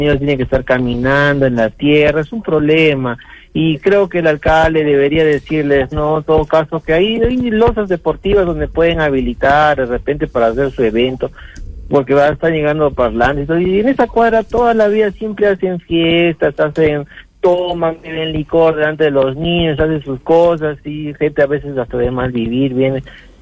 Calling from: Peru; soy vecino acá de Miraflores, de la zona B de Juan 23, es la parte alta de Miraflores.

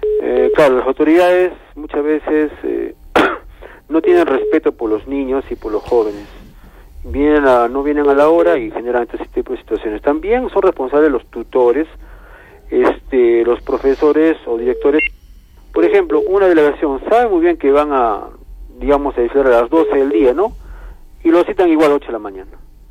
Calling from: Peru; soy peruano

